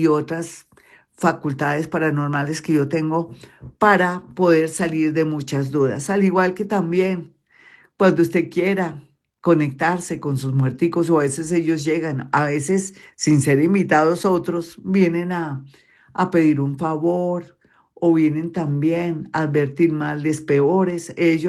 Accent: Bogotá, Colombia; yo que soy de Bogotá

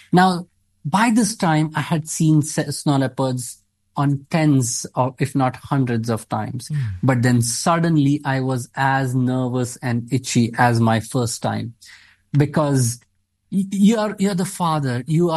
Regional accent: Maharashtra, India; now in Bangalore, India; I'm from Central India.

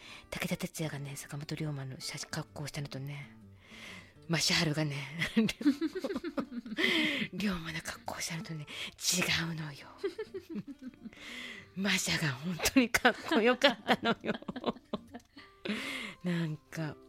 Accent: Tohoku, Japan; あっちの西日本ってあんまり私やっぱり東北出身なのもので、

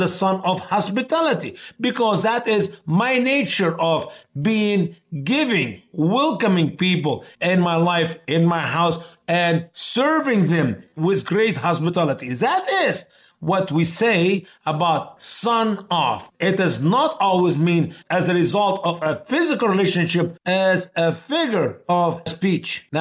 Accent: Egypt; moved away; I came out of Egypt and all the Egyptians are known to be the children of the Nile. That's where all the Egyptians live. We came from Egypt. We came from near the Nile of Egypt. That's where we live.

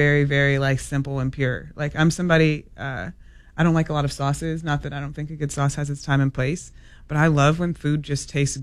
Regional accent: California, United States; I'm from California. That's the land of like woo-woo.

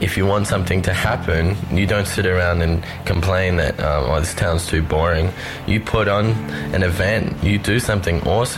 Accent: Alice Springs, Northern Territory, Australia; also born or lived in China; I grew up in Alice Springs.

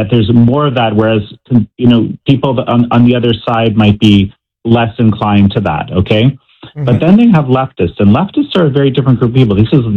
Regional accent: Canada; Listen, I grew up in Canada, of all places, in the 80s, right? In the 70s and 80s.

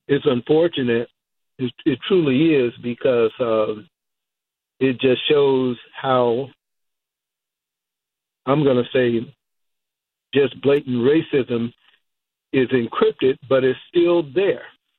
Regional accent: Chicago, Illinois, United States; Good morning. I'm a Chicagoan as well, born and raised in Chicago, and I have to concur with what you're saying

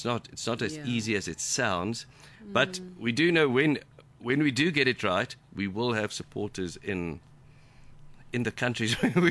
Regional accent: South Africa; And I think that's the huge exciting thing of being South African.

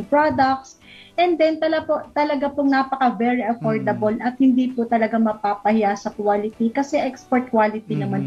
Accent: Lipa, Batangas, Philippines; Ay, si Henry po ay taga Quezon, ako po ang taga Lipa.

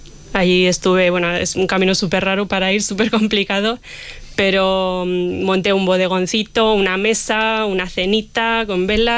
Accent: Central Romania, Romania; now in Spain; vengo de Rumanía. Vengo del centro de Rumanía, que es una zona montañosa y muy verde.

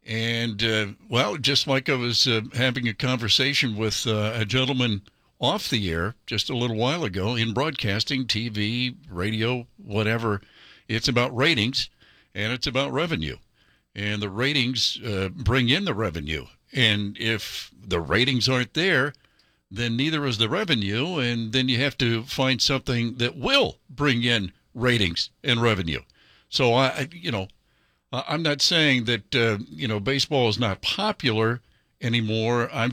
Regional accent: Ohio, United States; I'm from Ohio, so maybe a little biased there

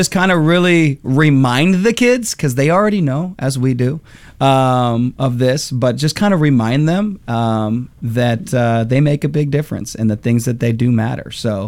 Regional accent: West Coast, United States; I think it's better than Whataburger, man. But I'm from the West Coast, so I'm

